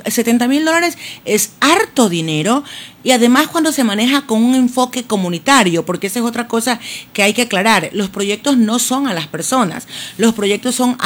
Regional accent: Ecuador; ahora he logrado conocerme en mi país y me siento orgullosísima de eso.

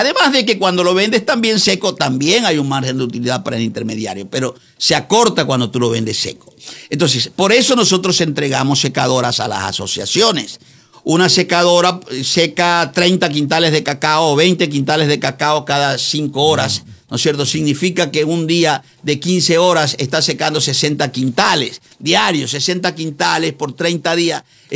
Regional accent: Quinindé, Esmeraldas, Ecuador; Yo soy campesino, Manolito, yo nací en la Marujita City, que ahora le pongo Marujita City.

